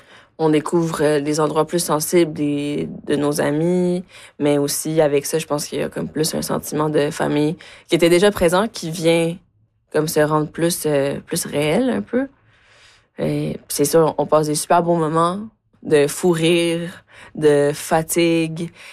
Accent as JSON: {"language": "French", "region": "Quebec", "country": "Canada", "tie": "born or raised there", "also_born_or_lived": "Mexico", "second_language": "French", "said": "Je suis née au Mexique. Je suis arrivée au Québec à 9 ans. Je parlais pas un mot de français. Je suis allée en classe d'accueil. J'ai fait mon adolescence au Québec."}